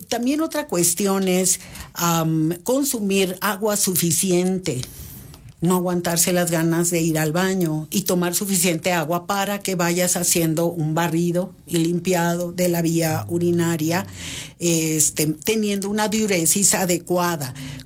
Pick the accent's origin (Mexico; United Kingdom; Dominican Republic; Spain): Mexico; Tabasco; moved away; allá en mi pueblo dirían, en Tabasco, que hace tanto tanto calor